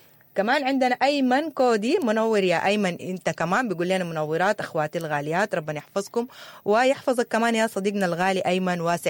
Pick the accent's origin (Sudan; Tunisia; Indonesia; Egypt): Sudan; now in abroad; زي ما نحن عندنا في السودان لسه عن موضوع الترهيب والصوت والحاجات دي،